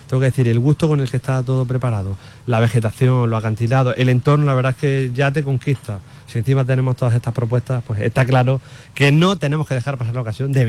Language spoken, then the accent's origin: Spanish; Andalusia, Spain; Yo soy de la Salina de Cabo Gata, imagínate. Estoy viendo mi casa desde aquí